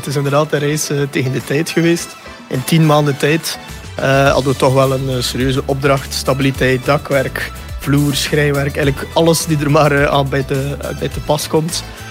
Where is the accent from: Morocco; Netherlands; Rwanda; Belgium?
Belgium; Ostend, West Flanders; ik ben zelf van Oostende, dus ik passeer hier al jaren.